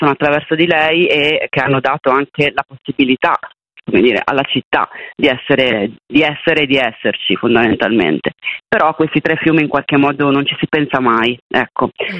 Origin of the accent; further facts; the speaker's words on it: Milan, Lombardy, Italy; io sono milanese